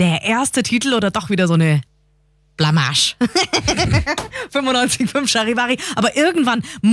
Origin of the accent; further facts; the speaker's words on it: Germany; Aber natürlich bin ich als Deutsche für den Deutschen.